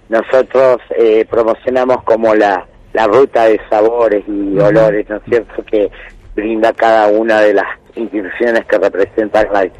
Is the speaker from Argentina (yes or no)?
yes; Argentina; cómo somos los argentinos y demás